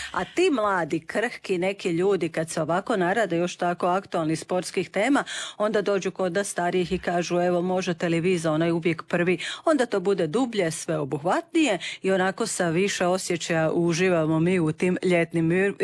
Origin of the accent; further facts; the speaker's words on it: Osijek, Osijek-Baranja County, Croatia; tako je to kod nas u Osijeku, kad zapeče